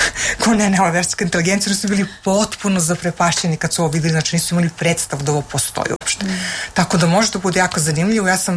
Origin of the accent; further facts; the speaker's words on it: Serbia; now in United States; Ja imam američki pasoš, ali se i dalje izjašnjavam kao Srpkinje.